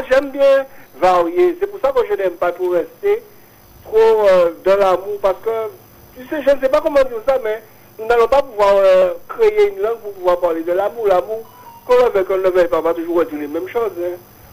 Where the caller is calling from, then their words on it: Pointe-à-Pitre, Guadeloupe; J'appelle de Pointe-à-Pitre … de Pointe-à-Pitre.